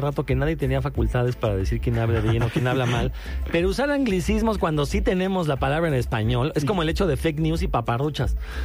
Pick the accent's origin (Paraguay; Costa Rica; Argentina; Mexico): Mexico; Como el español mexicano, que todos los sudamericanos dicen que hablamos cantadito.